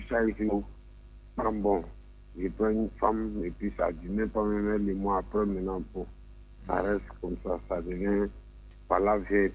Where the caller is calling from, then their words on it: Abidjan, Côte d’Ivoire; Moi, j'appelle de Yabit Angré.